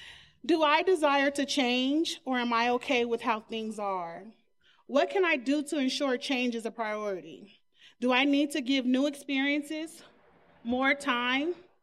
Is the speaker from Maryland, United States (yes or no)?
no; Long Beach, California, United States; now in New Mexico, United States; I am originally from Long Beach, California, and I have been living in New Mexico since 2019.